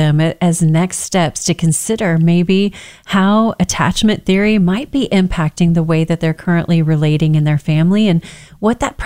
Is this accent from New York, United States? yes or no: no; Texas, United States; accent: Texas twang; we're from Texas, so we got a little Texas twang in there